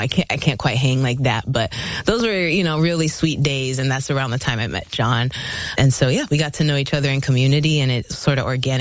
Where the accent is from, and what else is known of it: Orlando, Florida, United States; born or raised there; also born or lived in Philippines